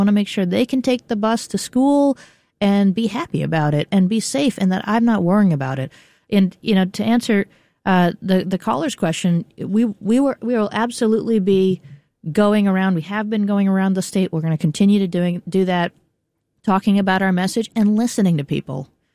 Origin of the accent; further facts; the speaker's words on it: New York, United States; born there; So I was born in New York. My parents actually came to New York in the 1980s and settled down in Coney Island.